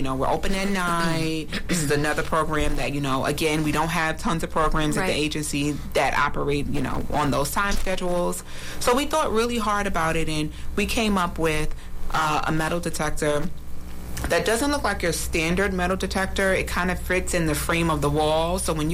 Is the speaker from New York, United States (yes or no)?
yes; Brooklyn, New York, United States; But as I like to tell my staff, you know, I'm from Brooklyn.